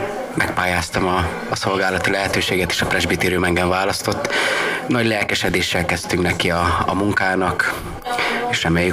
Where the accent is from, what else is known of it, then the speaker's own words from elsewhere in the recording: Satu Mare County, Romania; moved away as an adult; now in Melbourne, Australia; Tavaly januárban érkeztünk, mi Erdélyből, pontosabban Párciumból érkeztünk, a határ menti területekről, Szatmár megyéből származunk mind a ketten, én is és a feleségem is